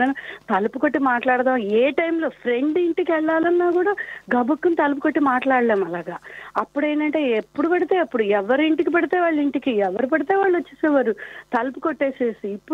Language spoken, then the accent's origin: Telugu; Vijayawada, Andhra Pradesh, India; మేము కూడాను చిన్నప్పుడు విజయవాడలో చాలా పెద్ద ఫ్యామిలీ మాది కూడా అన్నమాట. బాబాయిలు, అత్త అందరూ ఒకటే ఇంట్లో ఉండేవాళ్ళం. మూడు అంతస్తుల మేడ అది.